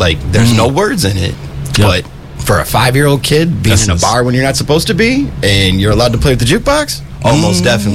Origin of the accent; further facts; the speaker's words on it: Minneapolis, Minnesota, United States; now in St. Paul, United States; Northside, Minneapolis.